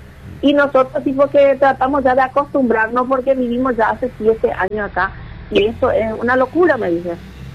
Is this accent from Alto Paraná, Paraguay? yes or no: yes; Ciudad del Este, Alto Paraná, Paraguay; born there; soy de Ciudad del Este, nací aquí en kilómetro 9 Mondal